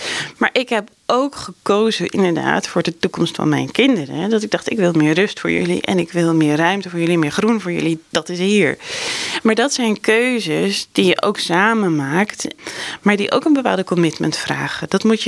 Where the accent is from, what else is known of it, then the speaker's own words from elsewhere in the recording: Amsterdam, North Holland, Netherlands; moved away; ik kom uit Amsterdam en daar is het ook heel leuk.